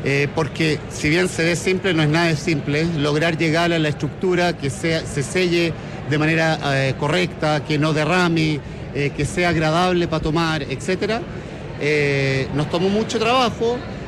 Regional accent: Chile; yo como chileno hace mucho tiempo que quise traer el producto acá.

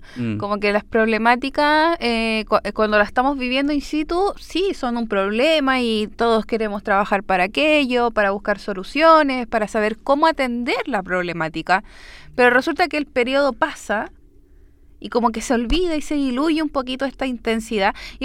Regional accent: Chile; nosotros como chilenos

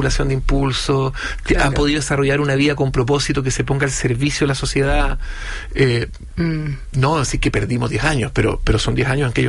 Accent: Chile; somos todos parte de Chile

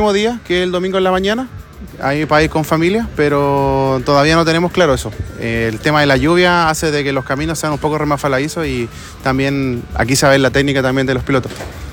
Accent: Hualpén, Biobío, Chile; Bueno, nosotros somos de Huelpén.

